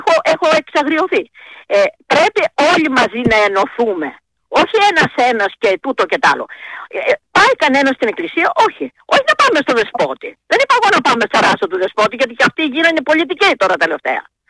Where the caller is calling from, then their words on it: Greece; έχουμε κοντή μνήμη οι Έλληνες.